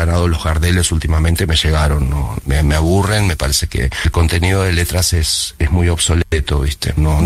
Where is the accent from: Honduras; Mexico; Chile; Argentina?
Argentina